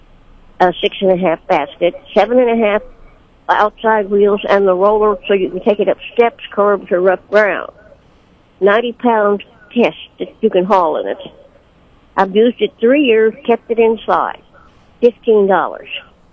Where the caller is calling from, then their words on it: Sedalia, Missouri, United States; I'm calling from Sedalia.